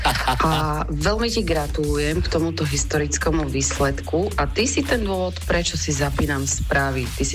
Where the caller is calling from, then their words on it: Košice, Košice Region, Slovakia; Veľká gratulácia z Košic.